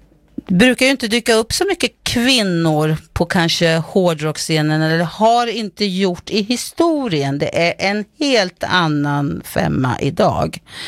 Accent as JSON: {"language": "Swedish", "town": "Vingåker", "region": "Södermanland", "country": "Sweden", "tie": "born or raised there", "said": "Alltså, jag är uppvuxen i utanför Vingåker, men jag gick ju i skolan i Vingåker."}